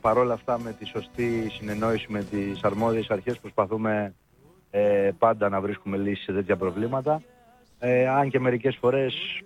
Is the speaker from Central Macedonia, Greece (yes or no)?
no; Pythagoreio, North Aegean, Greece